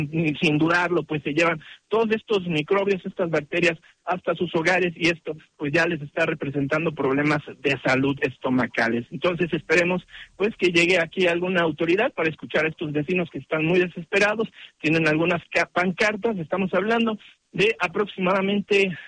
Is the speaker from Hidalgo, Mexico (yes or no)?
no; Guadalajara, Jalisco, Mexico; los que somos tapatíos